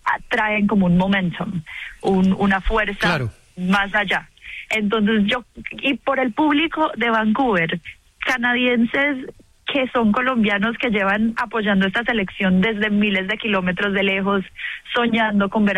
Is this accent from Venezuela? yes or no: no; Colombia; y como colombiana que va a estar en la tribuna con mi camiseta celebrando y cantando los goles